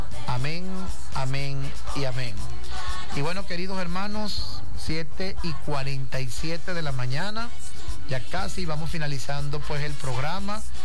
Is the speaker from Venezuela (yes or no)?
yes; Venezuela; como somos los venezolanos